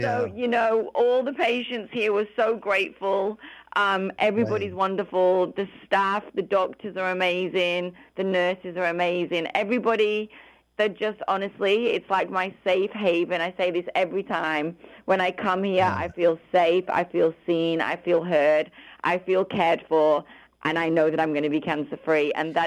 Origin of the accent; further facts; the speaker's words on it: England, United Kingdom; now in Australia; But I'm actually originally from England. So if I lived in England